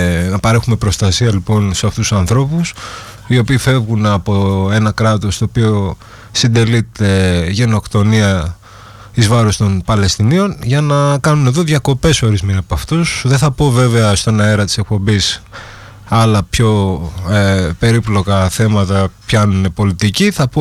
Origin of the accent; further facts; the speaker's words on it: Syros, South Aegean, Greece